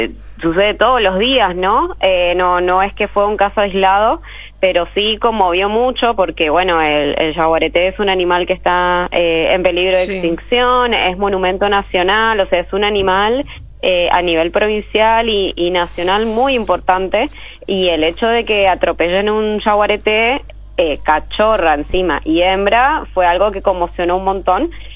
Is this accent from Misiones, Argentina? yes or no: yes; Puerto Libertad, Misiones, Argentina; Yo soy de Puerto Libertad.